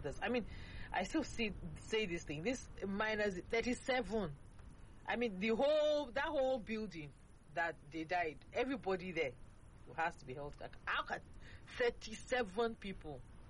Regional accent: Nigeria; as a Nigerian

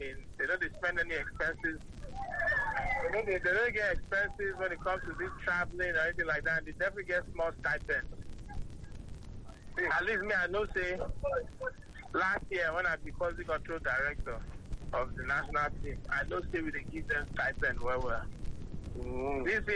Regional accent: Enugu, Enugu State, Nigeria; Yes, I'm from Enugu.

